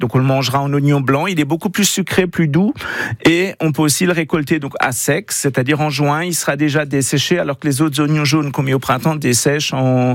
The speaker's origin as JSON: {"language": "French", "region": "Grand Est", "country": "France", "said": "chez nous en Alsace."}